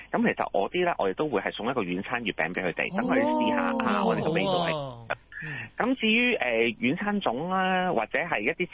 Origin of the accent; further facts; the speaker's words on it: China; 其实我哋中国人咧，即系正所谓民以食为天啦